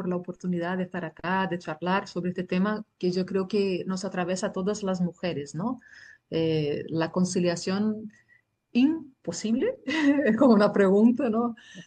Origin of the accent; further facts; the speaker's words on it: Brazil; now in Argentina; soy brasileña de origen, tengo un lío de nacionalidades, como que fui acumulando nacionalidades en la trayectoria de vida. Mi familia es de origen italiano, entonces tengo nacionalidad italiana también y me nacionalicé argentina